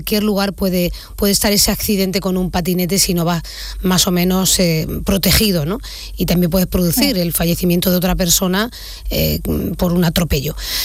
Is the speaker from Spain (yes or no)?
yes; Jaén, Andalusia, Spain